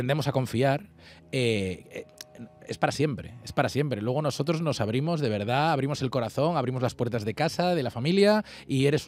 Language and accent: Spanish; Galicia, Spain; now in Madrid, Spain; Estoy muy orgulloso de ser gallego y de mi tierra. Me gusta mucho. Yo paso los veranos en Galicia, tengo a mi familia allí, a todos mis hermanos, mi madre, mis sobrinos.